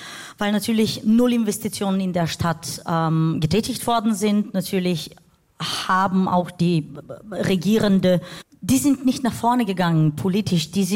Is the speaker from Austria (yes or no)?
no; Bulgaria; moved away; also born or lived in Germany; gab es eine Einladung in mein Heimatland. Und das war eine Überraschung für mich, weil die Vorbereitungen fanden ohne mich statt. Und wir waren 3 Tage da. Aber letztendlich bin ich vor 10 Jahren zurückgekehrt.